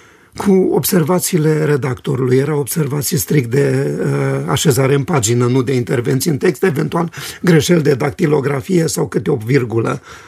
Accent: Romania; dar îmi permit să spun eu, ca român, respectul și admirația pentru munca de o viață

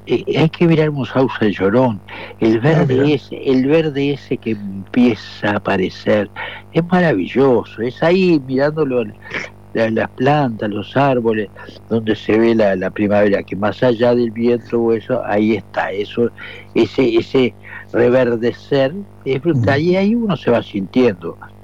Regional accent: Uruguay; los uruguayos siempre confiamos en el relato

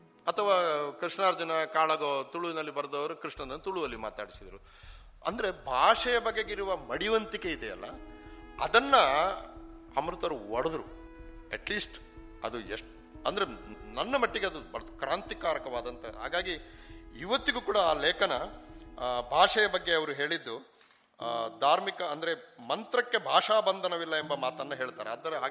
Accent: Guttigaru, Karnataka, India; ನಮ್ಮ ಊರು ಗುತ್ತಿಗಾರು ಪಂಜದಲ್ಲಿ

